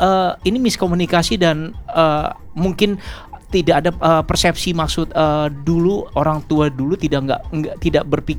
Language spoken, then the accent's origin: Indonesian; West Sumatra, Indonesia